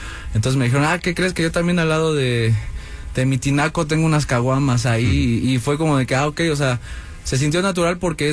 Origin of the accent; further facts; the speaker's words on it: Gustavo A. Madero, Mexico City, Mexico; yo crecí en la Gustavo Amadero, ¿no? Una colonia de por... una delegación de por acá